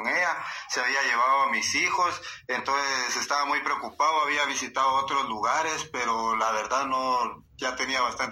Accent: Tiquisate, Escuintla, Guatemala; De Tiquizate, de Escuintla.

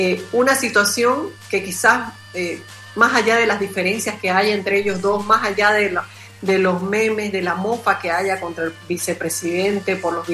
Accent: Bolivia; a nosotros como bolivianos

